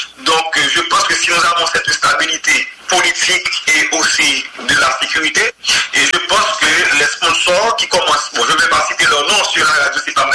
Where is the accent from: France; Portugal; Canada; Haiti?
Haiti; nous avons ce qu'on appelle chez nous en Haïti des talents qui sont vraiment innés.